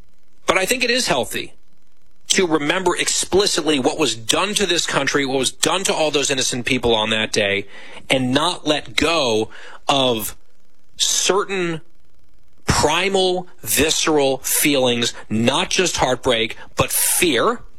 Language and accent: English; Ridgewood, New Jersey, United States; I did search my hometown, Ridgewood, New Jersey, Ridgewood lost 11 people on 9/11.